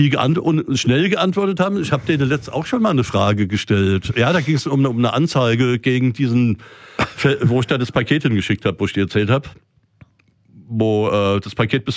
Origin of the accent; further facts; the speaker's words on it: Switzerland; ich bin ja Schweizer